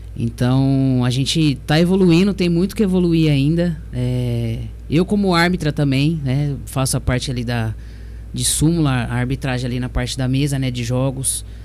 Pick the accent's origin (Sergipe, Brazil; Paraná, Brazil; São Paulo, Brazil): São Paulo, Brazil; born there; now in Monte Alto, Brazil; Não, minha família é de São Paulo. Sua família, na verdade, São Paulo. Eu nasci em São Paulo, mas a minha família reside aqui, né, atualmente.